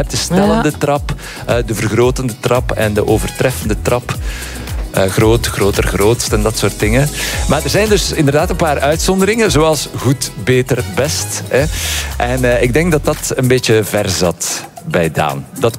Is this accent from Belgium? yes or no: yes; Knokke, Flanders, Belgium; born there; Knokken, mijn geboorteplaats. Niet lang gewoond, maar toch genoeg om een leven lang de zee toch een speciale plek in mijn hart toe te kennen.